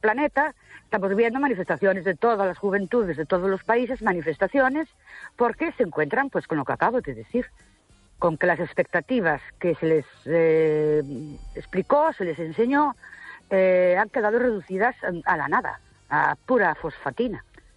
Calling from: Ourense, Galicia, Spain; de Ourense

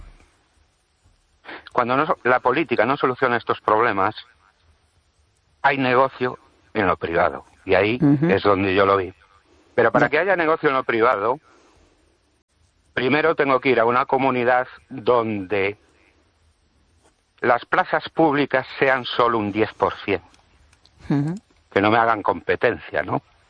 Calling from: Ourense, Galicia, Spain; de Orense.

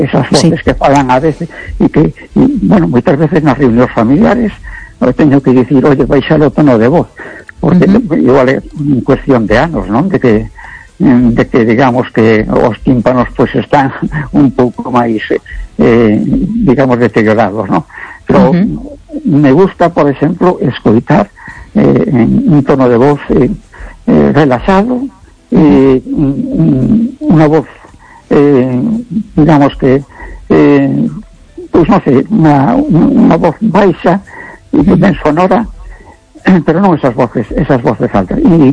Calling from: A Coruña, Galicia, Spain; de Coruña.

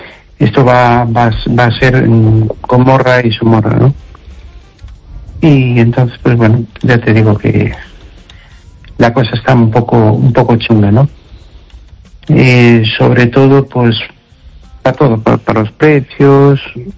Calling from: Amoeiro, Galicia, Spain; de Un Toldo de Amoeiro.

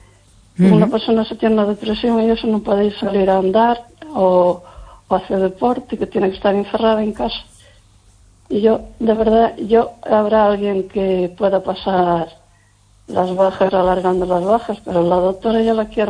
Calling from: Lugo, Galicia, Spain

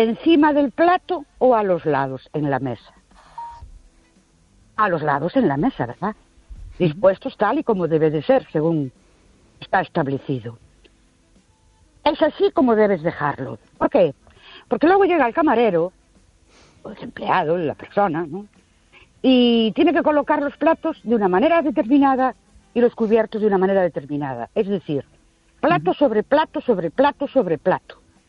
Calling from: Ourense, Galicia, Spain; de Ourense otra vez.

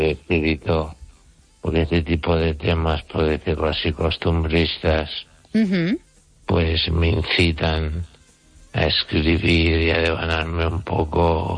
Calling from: Catalonia, Spain; desde Cataluña.

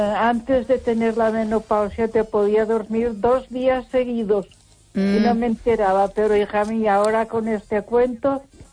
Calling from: Ponferrada, Castile and León, Spain; de Ponferrada.

